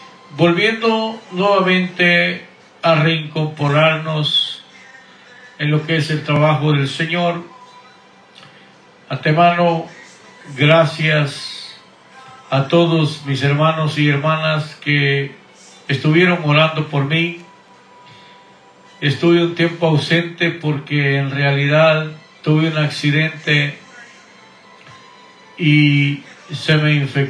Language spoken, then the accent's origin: Spanish; Guatemala; now in Houston, United States; aunque vivo aquí en Estados Unidos, en Houston, Texas, por ya 30 años, soy nacido en Guatemala, la República de Guatemala